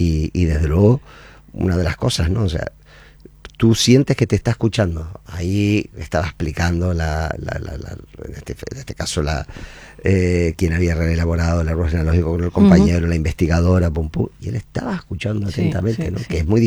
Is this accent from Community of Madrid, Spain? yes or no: no; Canary Islands, Spain; aquellas personas que nosotros fuimos inmigrantes como canarios